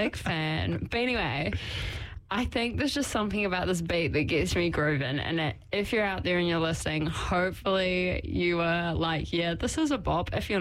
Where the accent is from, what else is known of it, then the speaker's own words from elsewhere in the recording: England, United Kingdom; I'm bringing dance in good vibes. I'm English. Give me a break, man.